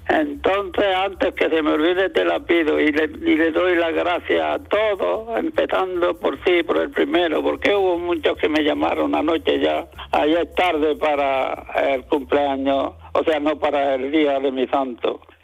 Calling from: Almuñécar, Andalusia, Spain; de Almuñeca.

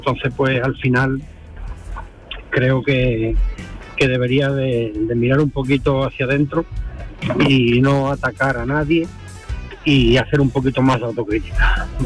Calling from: Andalusia, Spain; llamo de la Sierra de Huelva.

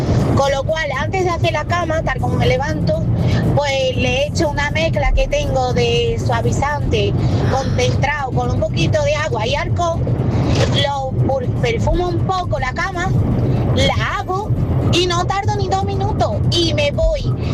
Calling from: Seville, Andalusia, Spain; Buenos días … de Sevilla.

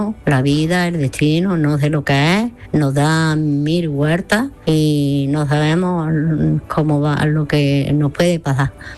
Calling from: Granada, Andalusia, Spain; de Granada.

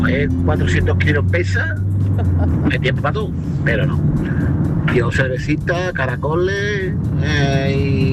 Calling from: Seville, Andalusia, Spain; de Sevilla.

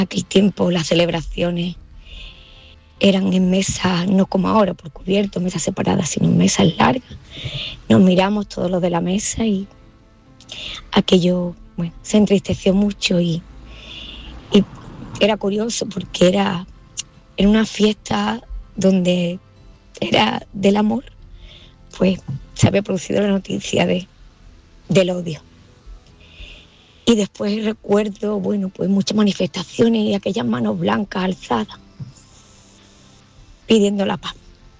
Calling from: Estepona, Andalusia, Spain; llamo desde Estepona, Málaga.

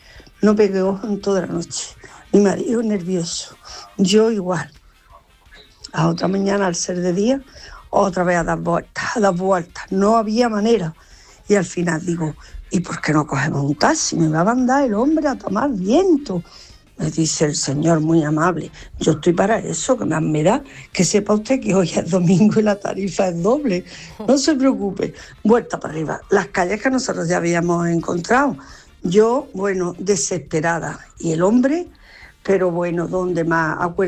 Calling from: Granada, Andalusia, Spain; de Granada.

